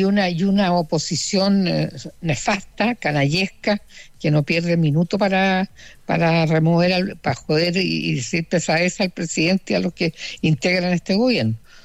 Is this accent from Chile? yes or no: yes; Puerto Montt, Los Lagos, Chile; born there; moved away; Yo tenía un departamento en Angelmó, me fui a mi tierra a tomar aire puro